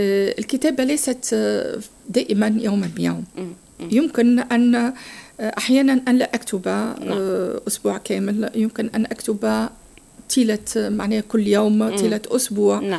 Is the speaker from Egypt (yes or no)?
no; Tunisia; أعيشه أنا كتونسية